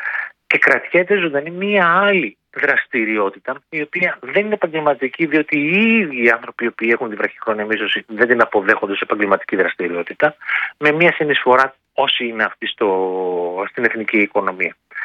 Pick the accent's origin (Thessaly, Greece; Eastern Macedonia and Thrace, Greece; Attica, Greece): Eastern Macedonia and Thrace, Greece; Drama; Εγώ είμαι από τη Δράμα, είστε από την Αθήνα, το ξέρετε καλύτερα.